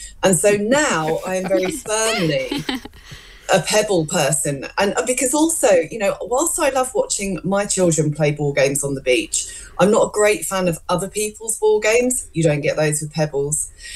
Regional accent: East of England, United Kingdom; Now, interestingly, I grew up near Clacton

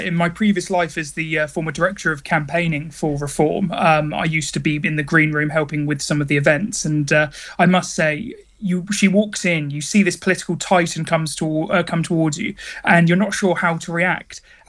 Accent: United Kingdom; I'm both English and Welsh, so I always feel a bit of a push and pull.

